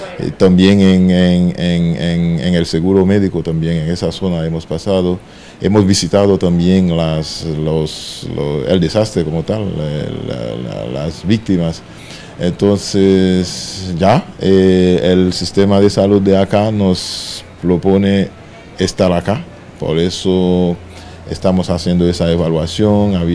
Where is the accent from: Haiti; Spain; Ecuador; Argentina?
Haiti; somos la delegación de Haití